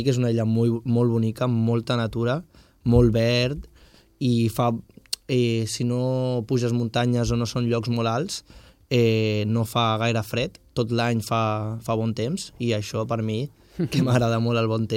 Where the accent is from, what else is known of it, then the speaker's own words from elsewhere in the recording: Brazil; first language Portuguese; Catalan is a second language; moved away; also born or lived in Madeira; El portuguès, com soc brasiler, doncs el domino